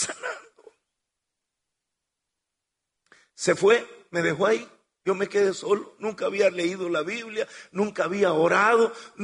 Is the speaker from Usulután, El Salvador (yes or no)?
no; Santa Rosa de Lima, La Unión, El Salvador; born there; Mi papá era un político, fue alcalde de Santa Rosa de Lima, el pueblo donde yo nací, dos periodos.